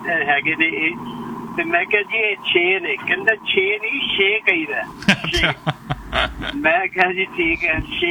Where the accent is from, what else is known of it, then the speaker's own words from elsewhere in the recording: Agra, Uttar Pradesh, India; moved away; ਮੈਂ ਯੂਪੀ ਦੇ ਅੰਦਰ ਹੀ ਬੋਰਨ ਐਂਡ ਬ੍ਰੌਟ ਅਪ ਹੋਇਆ ਆਗਰਾ ਦੇ ਅੰਦਰ